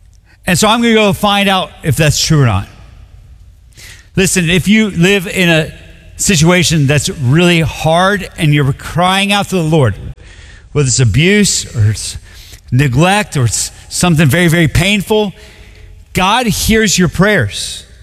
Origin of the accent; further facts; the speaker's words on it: Bogota, Bogotá, Colombia; moved away; I'm from Colombia, South America. I don't know if you knew that. I'm like the whitest looking dude ever, but like I'm from Bogota, Colombia.